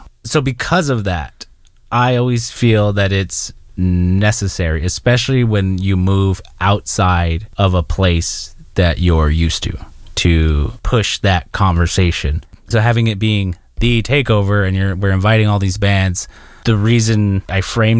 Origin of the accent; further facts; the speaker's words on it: Arizona, United States; So I'm from the Gila River Indian community.